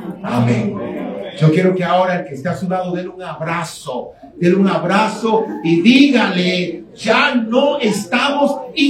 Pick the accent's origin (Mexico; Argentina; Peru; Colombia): Colombia; Ya tú eres dominicano, yo soy colombiano